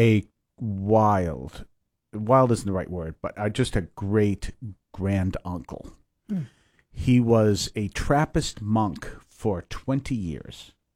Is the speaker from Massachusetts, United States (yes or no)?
yes; Weymouth, Massachusetts, United States; I grew up not too far from here. I grew up in Weymouth, Massachusetts, about a mile up from Weymouth Landing.